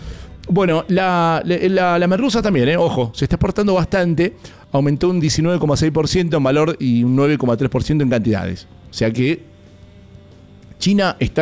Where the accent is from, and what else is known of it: Mendoza, Argentina